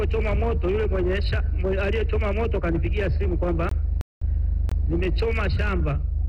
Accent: Changarawe, Tanzania; natokea kata ya Changarawe, mtaa wa Igawa.

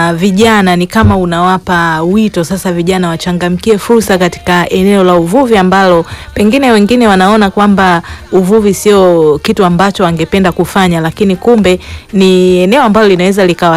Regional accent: Ukerewe, Mwanza, Tanzania; mimi natokea Ukerewe kule visiwani.

